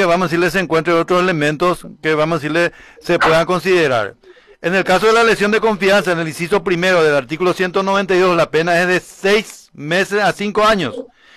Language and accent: Spanish; Paraguay; como todo paraguayo que tiene la cultura de la sospecha